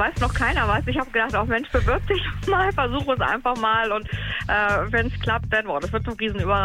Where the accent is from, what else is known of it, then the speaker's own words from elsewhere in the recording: Hanover, Lower Saxony, Germany; ich bin Hannoveranerin, Ur-Hannoveranerin, genau, ja, wie meine Kinder.